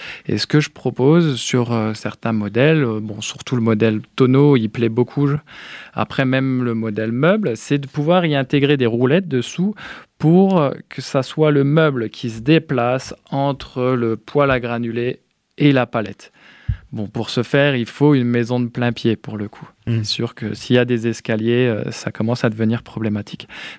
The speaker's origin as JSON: {"language": "French", "town": "Chaumont", "region": "Grand Est", "country": "France", "tie": "born or raised there", "lives_now": "Die, France", "said": "Moi, je suis à côté de Colombey-les-Deux-Églises, en Haute-Marne. Du coup, je suis né à Chaumont."}